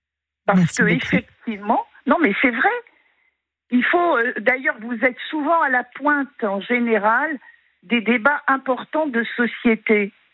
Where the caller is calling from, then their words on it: France; Je suis française, je vis en France